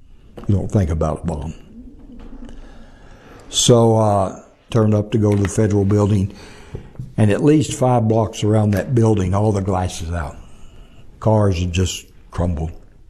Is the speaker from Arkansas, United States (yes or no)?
yes; Arkansas, United States; I'm from Arkansas.